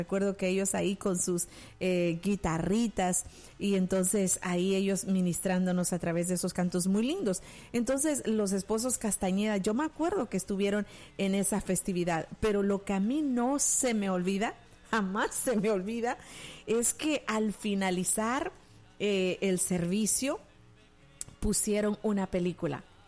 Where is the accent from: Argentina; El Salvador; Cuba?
El Salvador; born there; en mi país, El Salvador